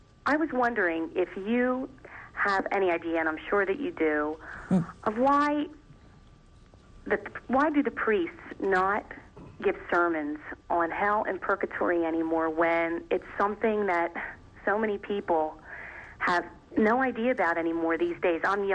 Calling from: Philadelphia, Pennsylvania, United States; I'm from Philadelphia, Pennsylvania, outside.

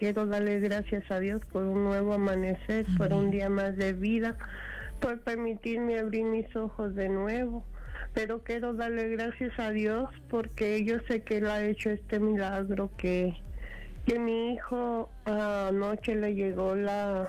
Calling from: Denver, Colorado, United States; de la 1340M de Denver, Colorado

